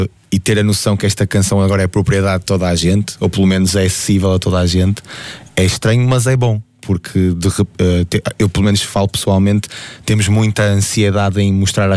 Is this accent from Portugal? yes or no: yes; Porto, Norte, Portugal; Eu sou do Porto mesmo.